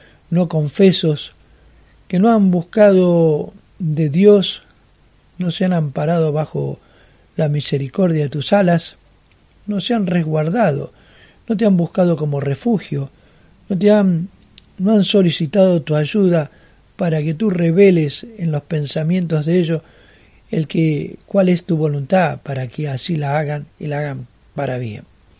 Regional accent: Argentina; de la nación argentina, de todos los que habitamos en esta tierra

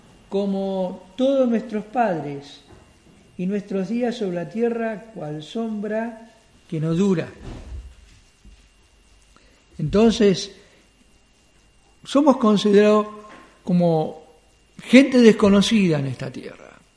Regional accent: Argentina; por más que acá mi documento diga que yo soy argentino, nativo, que yo nací acá en territorio argentino

